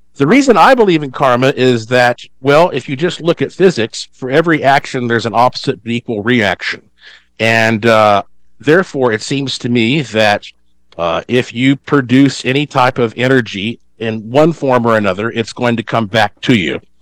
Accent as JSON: {"language": "English", "town": "Asheville", "region": "North Carolina", "country": "United States", "tie": "born or raised there", "said": "born and raised in Asheville, North Carolina."}